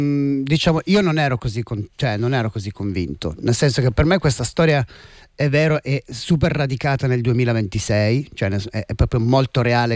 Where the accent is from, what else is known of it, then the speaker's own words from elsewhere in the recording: Turin, Piedmont, Italy; io da torinese